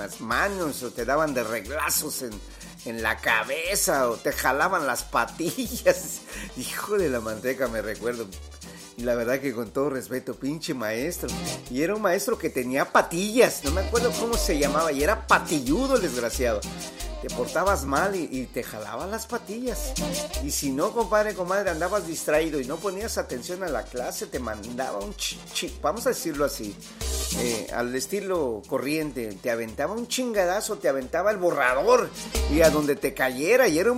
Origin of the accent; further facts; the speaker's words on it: Mexico; moved away; mi país, compadre, comadre, que es México.